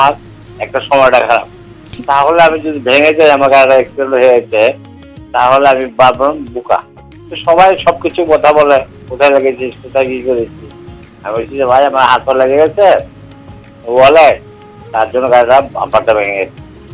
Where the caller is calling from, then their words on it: West Bengal, India; আমি পশ্চিমবঙ্গের পাঁচমুখে বলছি।